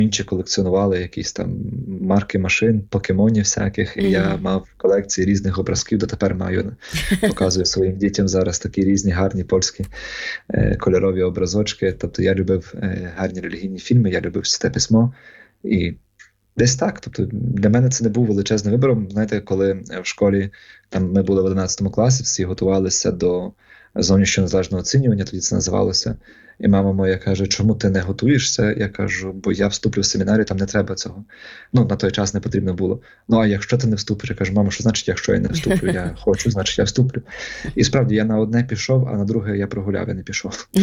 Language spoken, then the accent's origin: Ukrainian; Ivano-Frankivsk, Ivano-Frankivsk Oblast, Ukraine; born there; я є священником греко-католицьким, народився, проживаю в Івано-Франківську